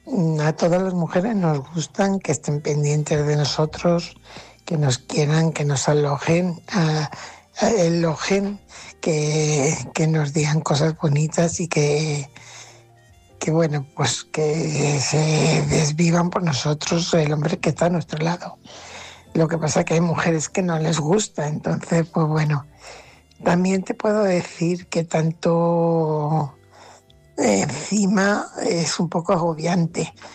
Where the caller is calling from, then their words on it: Fuenlabrada, Community of Madrid, Spain; corresponsal de Fuenlabrada.